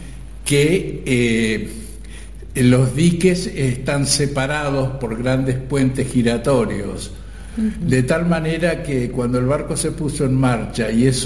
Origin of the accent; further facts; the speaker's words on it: Argentina; moved away as an adult; tenía que viajar, tenía que irme de Argentina.